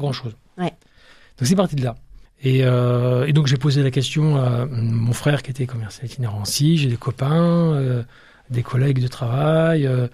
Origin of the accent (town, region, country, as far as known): Aix-en-Provence, Provence-Alpes-Côte d'Azur, France; born or raised there; also born or lived in Lille / Marseille; now in Niort, France